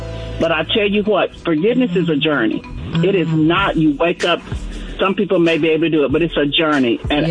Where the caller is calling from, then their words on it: Douglas County, United States; I'm calling from Douglas County.